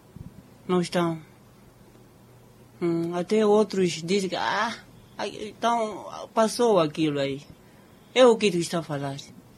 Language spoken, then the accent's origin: Portuguese; Cabo Delgado, Mozambique; accent: Makonde; first language Makonde; Portuguese is a second language; vou cantar em Maconde. Obrigado. Meu dialeto.